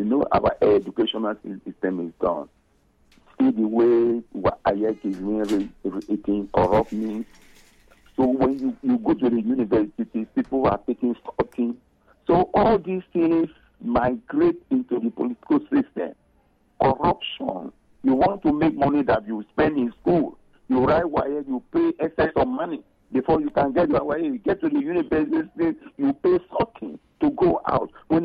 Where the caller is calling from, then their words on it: Bori, Rivers, Nigeria; I am calling from Bori.